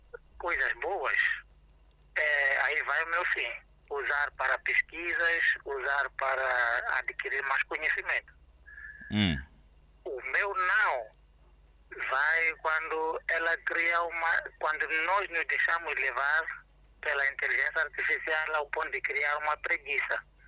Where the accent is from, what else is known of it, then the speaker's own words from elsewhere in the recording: Maputo, Mozambique; Eu sou de Maputo.